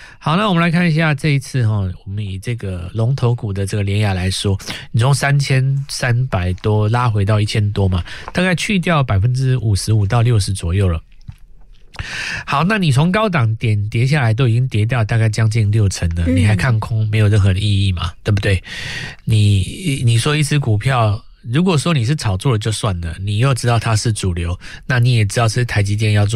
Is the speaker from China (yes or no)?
no; Taiwan; 我们台湾这边